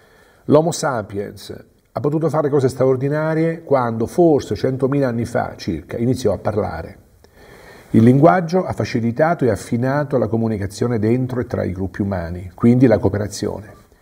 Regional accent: Marche, Italy; Nel mio paesello ascolano, come in quasi tutti i paesi italiani, che oggi si chiamano borghi, una volta si chiamano paesi, perché a noi ci piacciono molto le parole che strane, la gente parlava in dialetto, quasi tutti

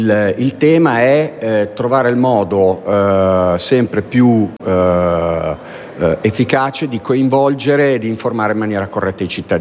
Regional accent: Milan, Lombardy, Italy; Sì, più che altro io vengo da Milano, quindi questo non è valido

